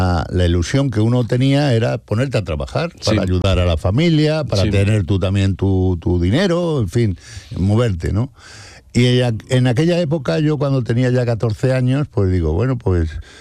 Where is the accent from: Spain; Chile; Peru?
Spain; Madrid, Community of Madrid; now in Seville, Spain; Yo nací en Madrid en el año 1952, en junio.